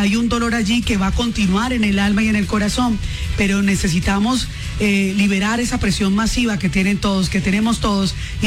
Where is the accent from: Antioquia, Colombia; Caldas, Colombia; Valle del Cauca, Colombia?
Valle del Cauca, Colombia; Cali; Así es Cali, así somos nosotros, así y somos los caleños.